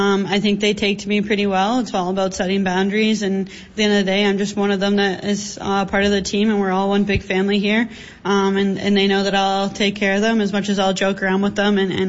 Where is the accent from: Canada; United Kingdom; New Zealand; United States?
Canada; Windsor, Ontario; be back in Windsor, my hometown